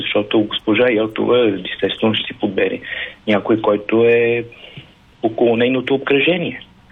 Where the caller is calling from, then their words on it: Sofia, Sofia City, Bulgaria; от София.